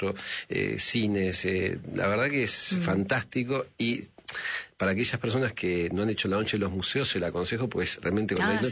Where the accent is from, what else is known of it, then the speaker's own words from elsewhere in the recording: Buenos Aires, Argentina; soy de Buenos Aires